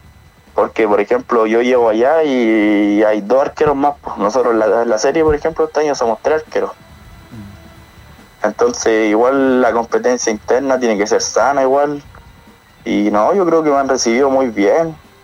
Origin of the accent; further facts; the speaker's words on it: Chillán Viejo, Ñuble, Chile; yo fui nacido, creo, aquí en Chillán Viejo, con mi tío Nene, el presidente. Y no, yo creo que maravillosa esa etapa. Crecí ahí en Mariano Daña, en esa cancha, alcancé a jugar hasta la sub-16 ahí.